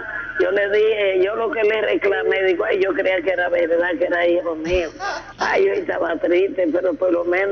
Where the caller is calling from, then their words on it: Navarrete, Santiago, Dominican Republic; Para mi pueblo Navarrete